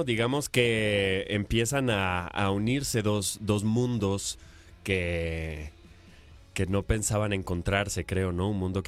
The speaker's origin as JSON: {"language": "Spanish", "country": "Peru"}